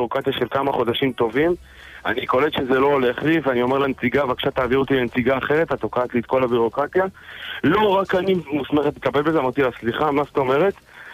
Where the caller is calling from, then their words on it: Southern District, Israel; אנחנו גם באזור הדרום.